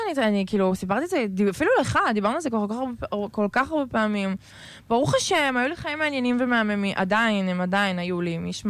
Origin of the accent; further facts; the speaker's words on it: Netivot, Southern District, Israel; moved away as an adult; now in Tel Aviv, Israel; כן, גדלתי ונולדתי בנתיבות.